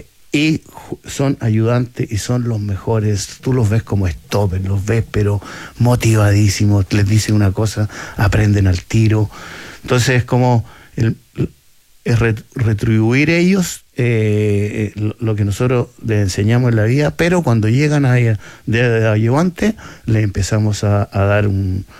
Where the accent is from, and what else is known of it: Chile